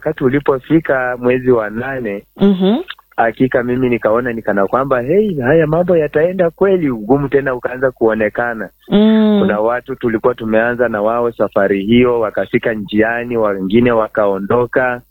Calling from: Kitale, Trans-Nzoia County, Kenya; Ninatoka maeneo ya Kitale, Trans Nzoia. Ninatoka katika kijiji kidogo eneo la Bikeke. Ninashiriki katika kanisa la Grace Upon Grace International chini ya Bishop Godfrey Wechuli pamoja na Reverend Regina.

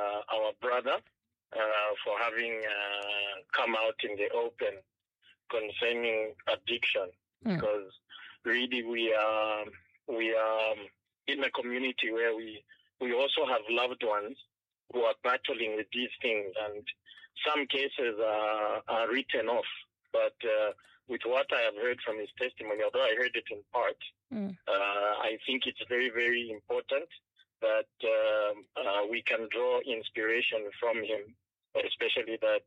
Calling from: Kitwe, Copperbelt, Zambia; I'm calling you from Kitwe.

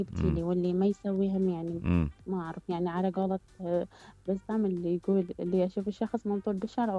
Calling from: Iraq; إحنا كعراقيين

